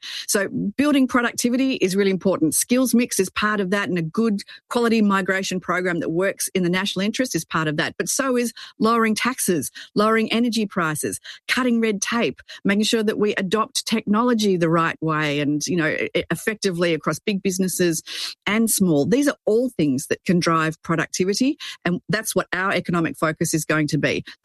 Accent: Melbourne, Victoria, Australia; There's one of the universities in my hometown of Melbourne, Monash University.

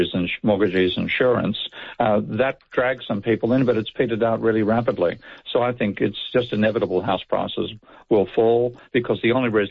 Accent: Australia; growing up as an Aussie and, potentially facing conscription to fight in Vietnam

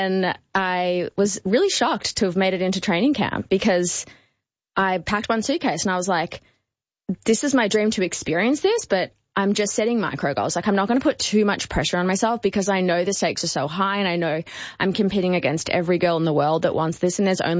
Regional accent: Melbourne, Victoria, Australia; moved away; Growing up in Melbourne, I wasn't a competitive dancer.

